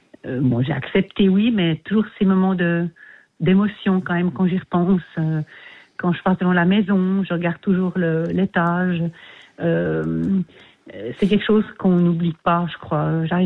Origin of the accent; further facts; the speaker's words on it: Geneva, Switzerland; born there; Je suis née à Genève et tout, voilà.